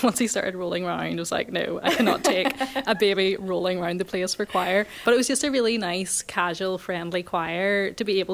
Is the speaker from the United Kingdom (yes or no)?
yes; Limavady, Northern Ireland, United Kingdom; I'm actually from Lima Valley as well, so it was a bit of a trek.